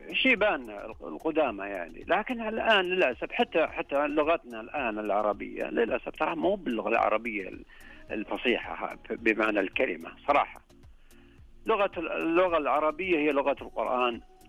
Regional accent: Saudi Arabia; يعني حنا قرويين صراحة، جينا من ديرتنا جايين للرياض ودخلنا أحد الأسواق

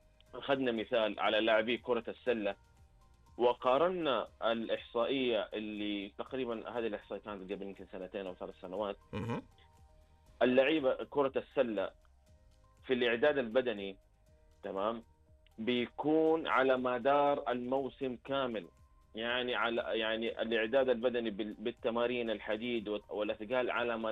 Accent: Saudi Arabia; هنا عندنا في السعودية

